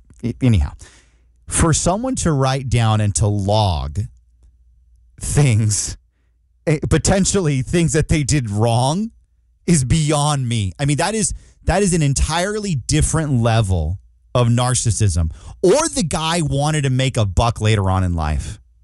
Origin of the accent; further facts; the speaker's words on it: California, United States; I'm from Central California.